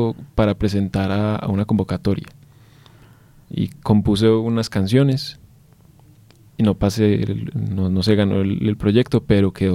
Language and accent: Spanish; Pensilvania, Caldas, Colombia; born there; Yo nací en Pensilvania, Caldas.